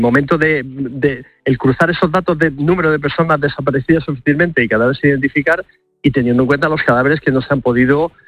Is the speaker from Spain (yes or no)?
yes; Almería, Andalusia, Spain; en este caso concreto de Almería, que por cierto es mi tierra y no, vengo muy lejos de por allí, sí, de mi querida Almería